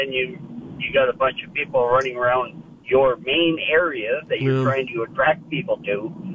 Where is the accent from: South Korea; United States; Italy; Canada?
Canada; Windsor, Ontario; I grew up in Windsor. I lived in Windsor all my life.